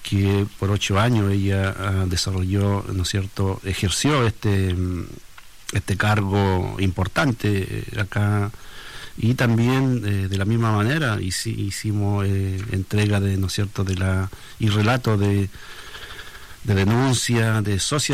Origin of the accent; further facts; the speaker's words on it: Araucanía, Chile; soy mapuche, vengo de Uruguay, Mapu.